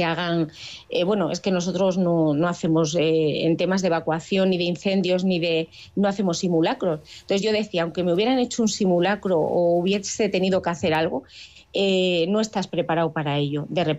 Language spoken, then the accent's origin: Spanish; Villar de Plasencia, Extremadura, Spain; soy de Villar de Plasencia